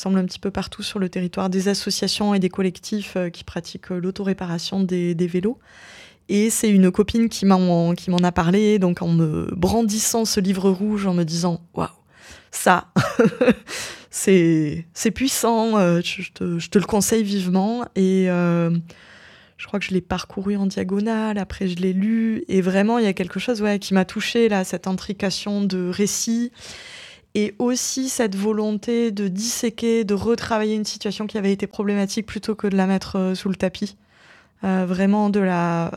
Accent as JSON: {"language": "French", "region": "South-West France", "country": "France", "moved": "yes", "said": "à la base, je viens du Sud-Ouest."}